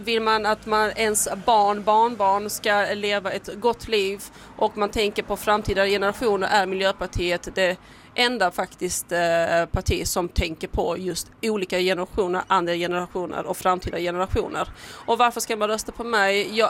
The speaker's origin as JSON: {"language": "Swedish", "town": "Hässleholm", "region": "Skåne", "country": "Sweden", "said": "Han är ju själv från Hässleholm och jag är också från Hässleholm."}